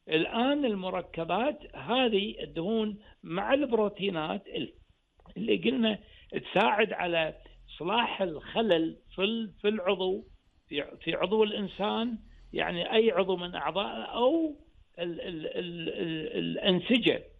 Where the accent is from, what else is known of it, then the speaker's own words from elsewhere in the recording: Kuwait; عندنا بالكويت